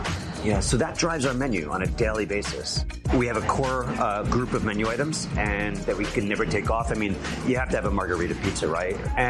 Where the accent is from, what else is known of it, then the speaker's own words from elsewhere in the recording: New York, United States; Annie's from Philly, I'm from New York, and grew up with New York pizza, Philly pizza.